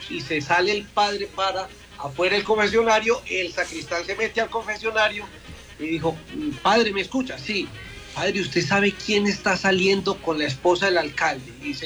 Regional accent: Antioquia, Colombia; Caramanchuma, que es mi pueblo.

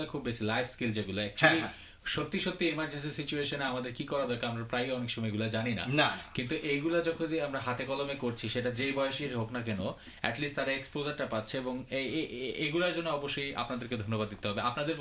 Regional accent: Bangladesh; moved away; আমাকে যদি কেউ জিজ্ঞেস করতো যে তুমি কোথা থেকে এসছো, তখন অনেক সময় বাংলাদেশের নাম বললে অনেকে বুঝতো না

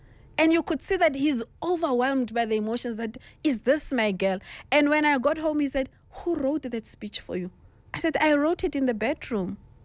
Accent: Kimberley, Northern Cape, South Africa; also born or lived in Pampierstad; I was born in Pampierstad. And then when my mom died, I went to Kimberley. Then I stayed with my dad and my stepmother.

